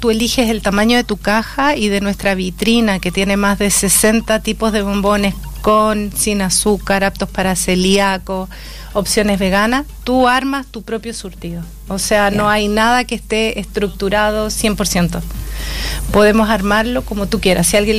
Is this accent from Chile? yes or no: yes; Chile; moved away as an adult; now in Montevideo, Uruguay; yo soy chilena. Llevo casi 12 años viviendo aquí